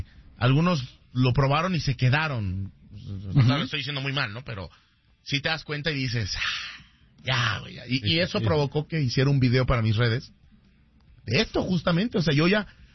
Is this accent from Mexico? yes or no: yes; Mexico; Ponte a pensar que todos somos mexicanos, por Dios.